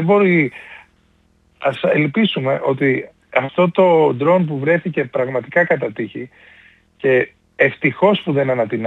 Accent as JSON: {"language": "Greek", "area": "Lefkada", "region": "Ionian Islands", "country": "Greece", "said": "και η Λευκάδα, επειδή είναι και το νησί μου"}